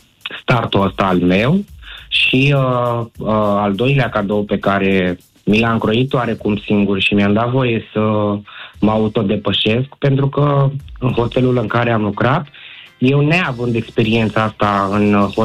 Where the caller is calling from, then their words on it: Buzău, Buzău County, Romania; Adică eu sunt din Buzău, de fel.